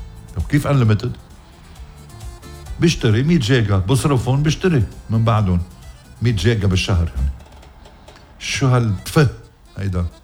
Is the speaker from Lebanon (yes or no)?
yes; Lebanon; قلنا كلبنانيين